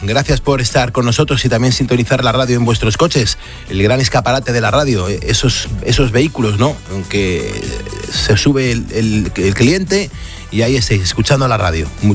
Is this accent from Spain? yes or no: yes; Cangas de Narcea, Asturias, Spain; Soy de Cangas de Narcea, de Asturias, y ahora mismo soy conductor de autobús.